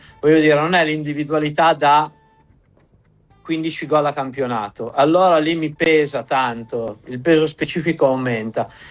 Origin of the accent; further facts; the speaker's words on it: Piedmont, Italy; Perché siamo piemontesi, quindi ci sta che facciamo una bella torta di porri.